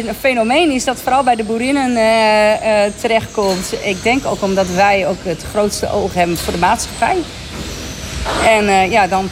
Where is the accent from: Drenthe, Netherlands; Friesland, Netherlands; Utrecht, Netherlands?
Drenthe, Netherlands; onze medeboeren, juist hier, ja, veehouders, akkerbouwers, allemaal hier uit Drentse Aangebied.